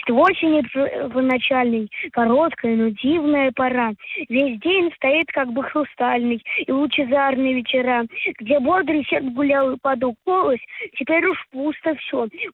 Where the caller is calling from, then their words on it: Nizhny Novgorod, Nizhny Novgorod Oblast, Russia; Я из Нижнего Новгорода.